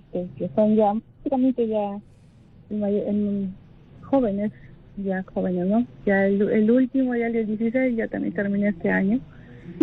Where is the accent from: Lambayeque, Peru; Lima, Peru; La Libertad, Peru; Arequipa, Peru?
La Libertad, Peru; Trujillo; soy de Trujillo.